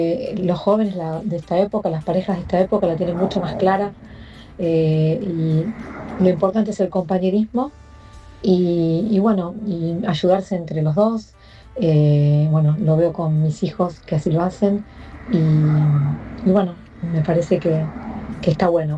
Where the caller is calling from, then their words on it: Olivos, Buenos Aires Province, Argentina; soy de Olivos.